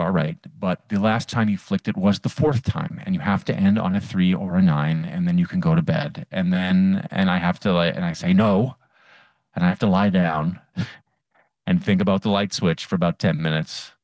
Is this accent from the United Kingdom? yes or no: no; Ottawa, Ontario, Canada; Ottawa, my hometown